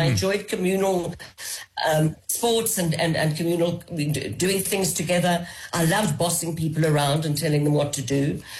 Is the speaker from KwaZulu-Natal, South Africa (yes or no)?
no; Johannesburg, Gauteng, South Africa; growing up in Johannesburg was exciting, dangerous, but exciting.